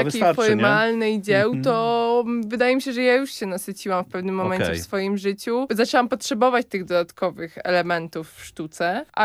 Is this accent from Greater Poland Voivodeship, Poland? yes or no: no; Łódź, Łódź Voivodeship, Poland; also born or lived in Warsaw; Jestem łodzianką z przywiezienia, jak miałam tutaj 2 dni, z Warszawy, więc jestem trochę stolicowa, trochę łódzka.